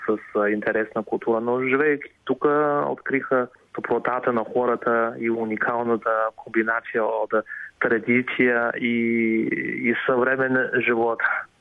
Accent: Beijing, China; Bulgarian is a second language; now in Bulgaria; Аз лично съм роден в Пекин и съм израснал в Пекин, който е един космополитен град. За мен природата в България и красотата е несравнимо с откъдето съм.

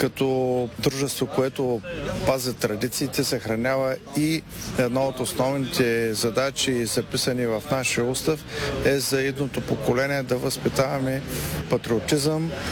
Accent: Shumen, Shumen Province, Bulgaria; И като шуменци сме длъжни да отдадем почет на Панайот Волов.

